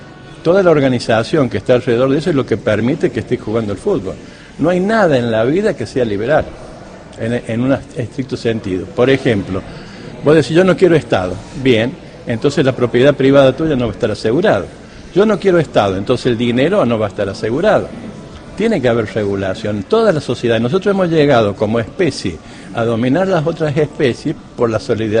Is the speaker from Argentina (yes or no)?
yes; Argentina